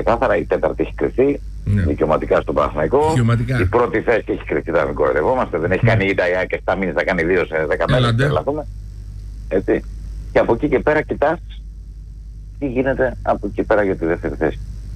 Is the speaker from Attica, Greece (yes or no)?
yes; Loutsa, Attica, Greece; Και θα πω εκεί στα μέρη μου στη Λούτσα που έχει πολλές οδόνες